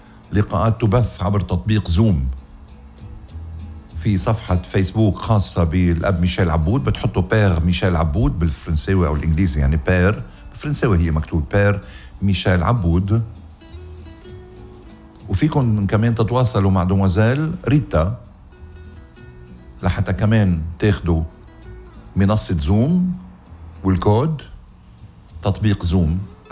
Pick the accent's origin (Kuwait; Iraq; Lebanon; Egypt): Lebanon; نحن كلنا لبنانية، كليتنا لبنانية